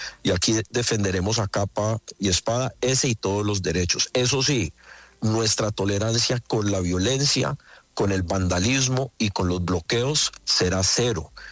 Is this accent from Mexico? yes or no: no; Cali, Valle del Cauca, Colombia; para sentirnos orgullosos como caleños, porque nuestra ciudad es el corazón de Colombia.